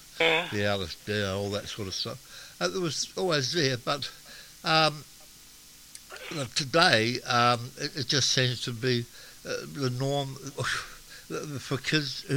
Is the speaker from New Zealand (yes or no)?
yes; New Zealand; And one of those responsibilities is that we are not having children.